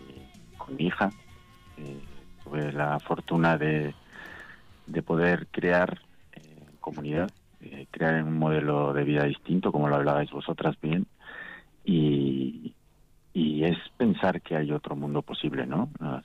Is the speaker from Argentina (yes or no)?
no; Mexico; now in Vitoria, Spain; Yo llegué de México, yo soy originario de México